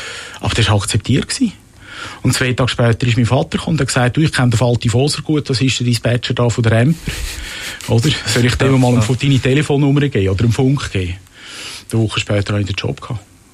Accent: Rümlang, Zurich, Switzerland; Ich bin zu Römlang, wo ich aufgewachsen bin, früh sozialisiert worden

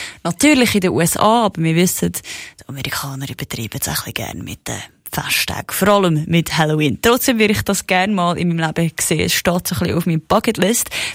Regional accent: Switzerland; Und ich weiss, es ist nicht so beliebt wie in anderen Ländern, wie bei uns in der Schweiz.

